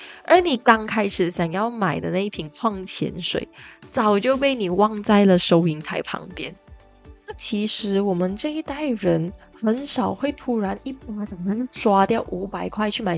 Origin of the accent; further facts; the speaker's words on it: Malaysia